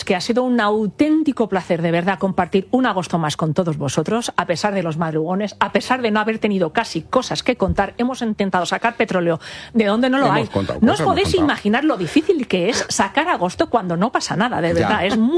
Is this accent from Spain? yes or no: yes; Balearic Islands, Spain; me voy a coger unos días que me voy a mi tierra, que tengo muchas ganas de irme. Me voy a Mallorca